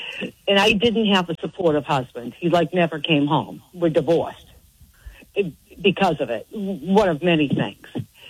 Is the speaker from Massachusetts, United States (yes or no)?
yes; Boston, Massachusetts, United States; born or raised there